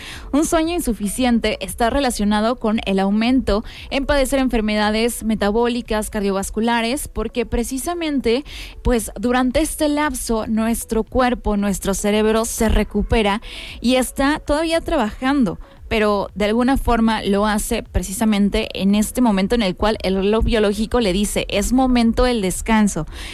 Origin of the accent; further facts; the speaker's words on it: Mexico; Esto que también como mexicanos, oye, nosotros aplicamos y bastante.